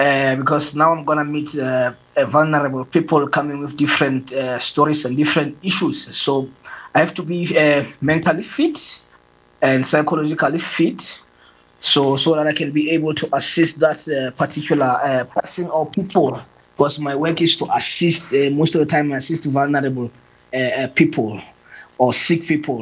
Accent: Lesotho; I'm calling. I'm from Lesotho. I'm a nurse by profession.

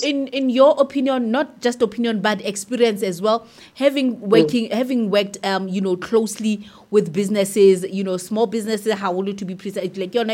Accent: Lesotho; moved away; when you are born and bred in Maphotong, it means you don't know much of the sun.

